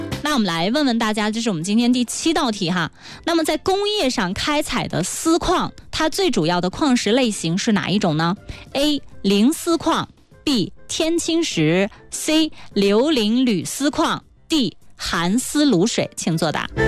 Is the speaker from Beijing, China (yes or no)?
no; Qinghai, China; 看咱们青海人选青对不对啊